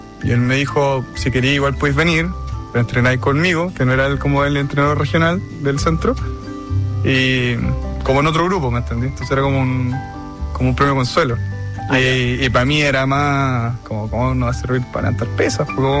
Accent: Temuco, Araucanía, Chile; Tengo 35 años, yo nací en Temuco. Toda mi infancia la vida ya bastante normal.

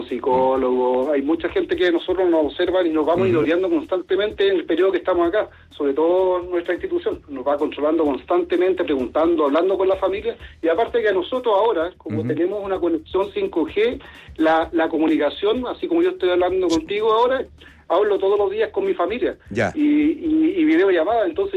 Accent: Chile; lo importante que es para nosotros como chilenos cuidar la Antártica

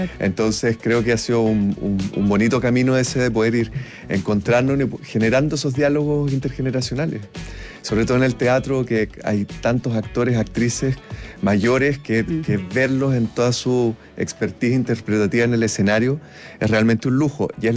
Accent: Concepción, Biobío, Chile; Y bueno, y Consuelo, yo crecí viéndola. Soy de Concepción

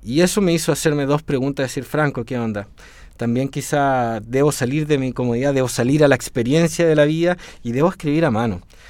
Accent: Chile; moved away as an adult; now in Europe; yo cuando digo soy chileno

